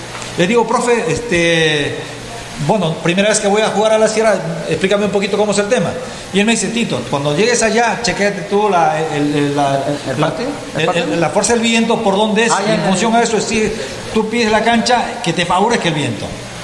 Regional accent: El Cocuy, Boyacá, Colombia; Yo creo que envidia sana tenemos los que venimos de Cocuy, en donde solamente tenemos campo deportivo, no un escenario, no un estadio como lo que tienen ustedes

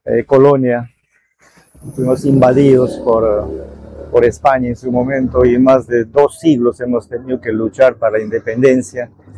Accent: Peru; sentirnos orgullosos de que somos peruanos.

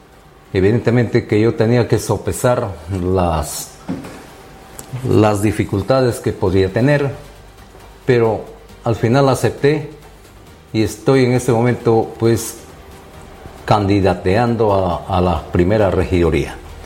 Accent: Lamas, San Martín, Peru

